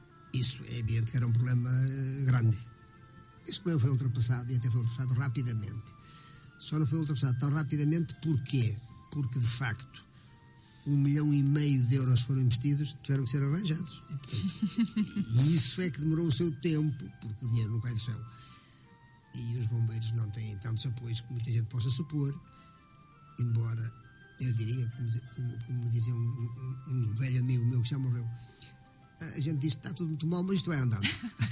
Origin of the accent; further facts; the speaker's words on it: Paredes, Norte, Portugal; eu sou de Paredes